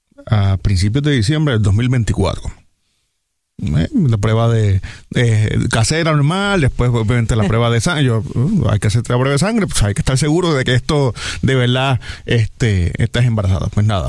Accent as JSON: {"language": "Spanish", "town": "Barranquitas", "country": "Puerto Rico", "tie": "born or raised there", "moved": "as an adult", "lives_now": "Gurabo, Puerto Rico", "said": "Nosotros vivimos en Gurabo. Yo soy natural de Barranquita, pero llevo unos años viviendo en Gurabo."}